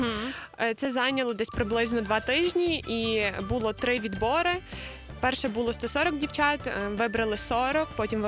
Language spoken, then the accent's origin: Ukrainian; Stryi, Lviv Oblast, Ukraine; Так, я зі Стрия.